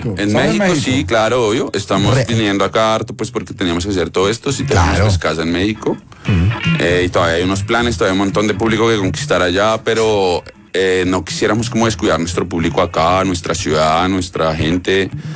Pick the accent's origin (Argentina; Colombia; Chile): Colombia; Yo siento que soy más colombiano, siento que soy más reloj allá. Ay. O sea, ya caigo en cuenta de todo lo que soy, consecuencia de mi ciudad, de todo lo que extraño, de lo que no tengo, de lo que.